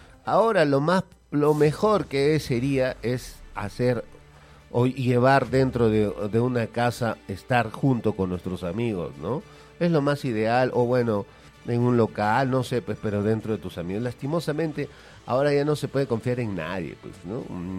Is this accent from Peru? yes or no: yes; Peru; lastimosamente somos serranos, pues. En realidad no somos serranos, somos andinos